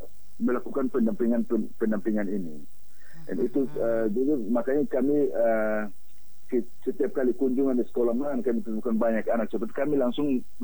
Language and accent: Indonesian; East Nusa Tenggara, Indonesia; born there; di tempat kelahiran saya di Kabupaten TTS